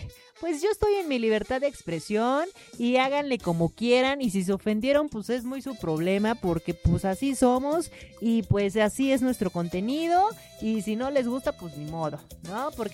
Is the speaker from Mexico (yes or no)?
yes; Mexico; para nosotros como mexicanos